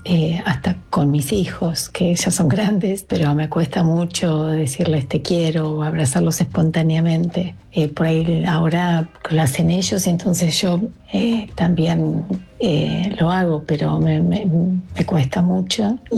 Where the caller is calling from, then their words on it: Neuquén, Argentina; Hola, buenas noches. … de Neuquén